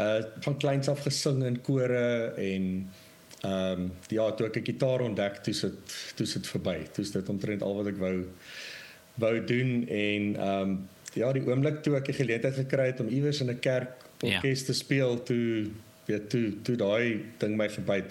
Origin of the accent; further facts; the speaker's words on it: George, Western Cape, South Africa; also born or lived in Kempton Park, Gauteng; now in Stellenbosch, South Africa; ons is daar weg toe ek lekker jong was, en George toe getrek, was so 9 jaar oud. En eindelijk maar daar groot geword, school gegaan, al die dinge. En ja, na school Stellenbosch toe.